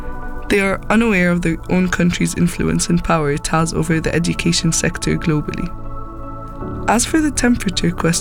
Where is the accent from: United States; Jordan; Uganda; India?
Jordan; accent: American; English is a second language; now in Colchester, United Kingdom; I'm originally from Jordan, but currently living in Colchester.